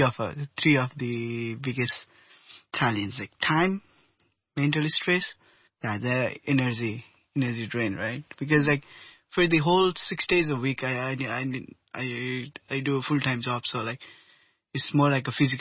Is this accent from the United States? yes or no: no; Nepal; English is a second language; now in Hong Kong; Hong Kong culture is totally new because, like, we are not used to have this kind of culture back in Nepal